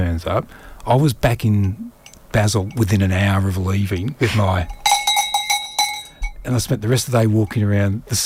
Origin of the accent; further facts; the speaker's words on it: Australia; I'm from Australia.